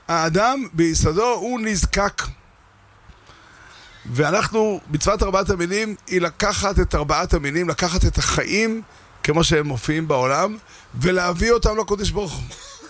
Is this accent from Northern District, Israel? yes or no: yes; Safed, Northern District, Israel; גדלתי בצפת